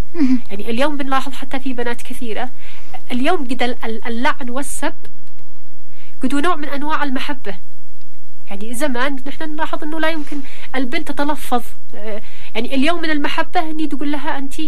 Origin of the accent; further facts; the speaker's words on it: Yemen; احنا كيمنيين